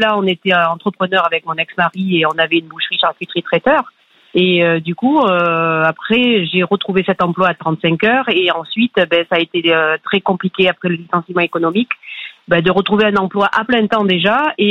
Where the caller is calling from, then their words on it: Nouvelle-Aquitaine, France; Alors, j'appelle d'une petite ville à côté de Brive-la-Gaillarde.